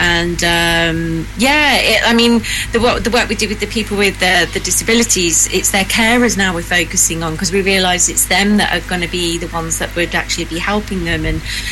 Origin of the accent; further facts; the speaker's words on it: Devon, South West England, United Kingdom; now in Birmingham, United Kingdom; I'm not Black Country. I would love to say I'm an honorary Brummie, but I would have to ask them first, because I come from Devon, but I'm in Birmingham, where I'm sat talking to you now